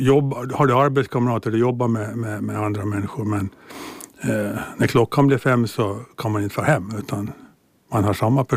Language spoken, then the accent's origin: Swedish; Hammarland, Åland Islands; also born or lived in Mariehamn; Jag är född i Hammarland och bor i Hammarland. Och har bott där egentligen hela mitt liv förutom några år när jag studerade